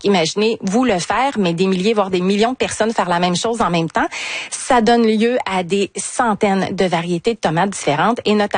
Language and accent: French; Canada; vers le nord, vers chez nous au Canada